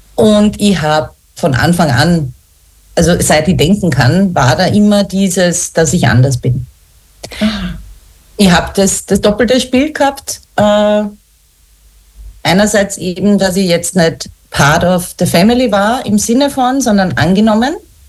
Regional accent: Vienna, Austria; now in St. Pölten, Austria; geboren bin ich 1980. Also das war natürlich noch eine andere Zeit. Und aufgewachsen bin ich, wie gesagt, in Wien.

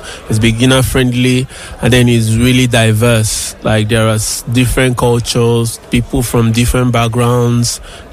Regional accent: Nigeria; now in Malta; back home in my home country, back in Nigeria. So I'm coming over here all the way from Malta, which is where I live.

